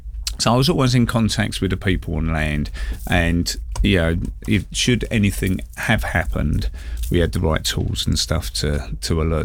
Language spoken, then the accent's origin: English; London, United Kingdom; as a Londoner myself